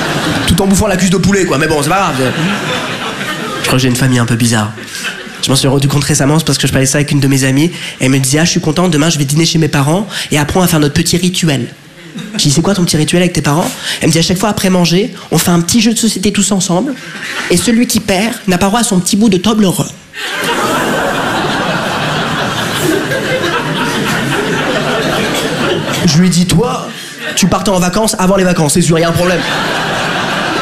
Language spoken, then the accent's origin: French; France; Je lui dis, mais papa, mais on est de France.